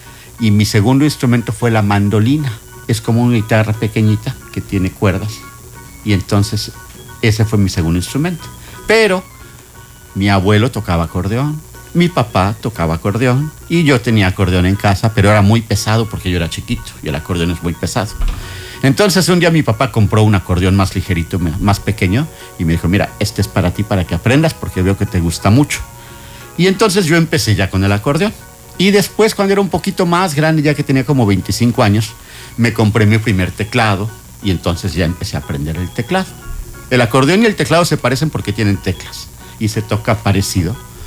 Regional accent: Mexico City, Mexico; born there; Bueno, yo me acuerdo que era muy pequeño. Yo nací en la Ciudad de México y allá en el centro hay un parque muy famoso que se llama La Alameda.

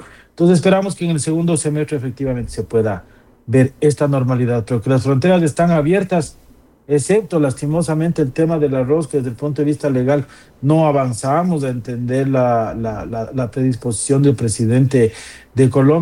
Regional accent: Ecuador; que es lo que estamos buscando, obviamente, como ecuatorianos

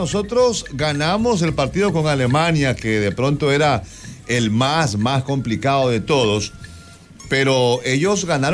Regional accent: Ecuador; somos ecuatorianos y llevamos la tricolor en el pecho

